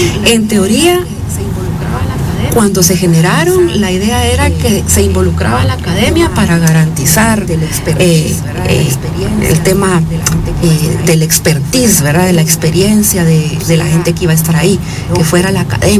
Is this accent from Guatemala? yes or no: yes; Guatemala; como guatemaltecas no vamos y votamos como si íbamos a hacer ya el otro año, ¿verdad?